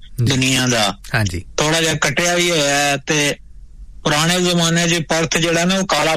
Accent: Lahore, Punjab, Pakistan; ਮੈਂ ਲਾਹੌਰ ਦਾ ਜੰਮਪਲ ਆ ਨਾ, ਤੇ 58 ਦੀ ਮੇਰੀ ਡੇਟ ਆਫ ਬਰਥ ਹੈ, ਤੇ ਉਦੋਂ ਲਾਹੌਰ ਬੜਾ ਸੋਹਣਾ ਸੀ, ਸਾਫ਼ ਸੁਥਰਾ, ਚੰਦ ਤਾਰੇ, ਤੇ ਹੁਣ ਤੇ ਸਾਰਾ ਕੁਛ ਗਾਇਬ ਹੋ ਗਿਆ, ਰੁੱਖ ਵੀ ਸਾਡੇ ਘੱਟ ਹੋ ਗਏ, ਰੁੱਖਾਂ ਨਾਲ ਭਰਿਆ

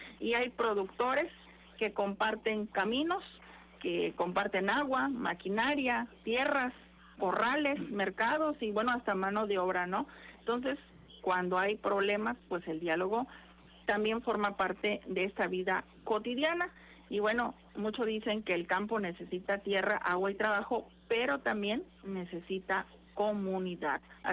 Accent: Mexico

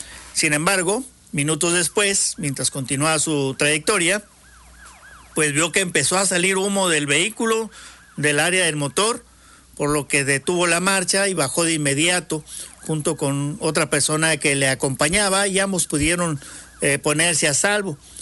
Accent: Mexico; somos mexicanos

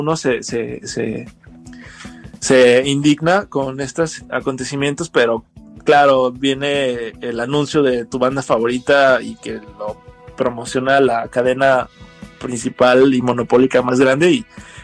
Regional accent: Mexico; la mala costumbre que tenemos como mexicanos

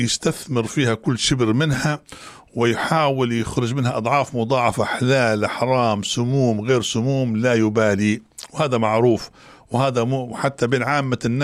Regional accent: Libya; وحن كنا كليبيين

